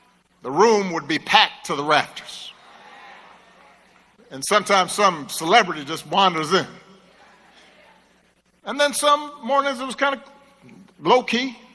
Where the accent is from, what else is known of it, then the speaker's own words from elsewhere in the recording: Hawaii, United States; moved away as an adult; because I grew up in Hawaii.